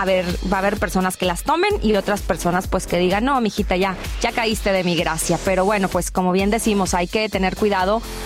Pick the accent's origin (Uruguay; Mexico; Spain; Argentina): Mexico